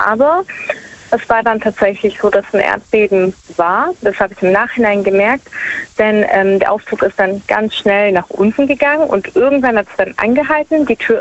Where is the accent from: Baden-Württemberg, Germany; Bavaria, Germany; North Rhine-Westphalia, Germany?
Baden-Württemberg, Germany; Ich komme aus der Nähe von Stuttgart.